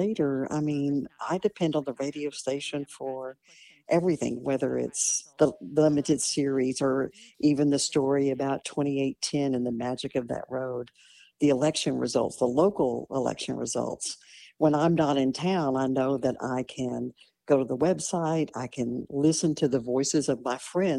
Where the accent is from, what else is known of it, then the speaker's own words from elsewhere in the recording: Marfa, Texas, United States; I was born and raised in Marfa.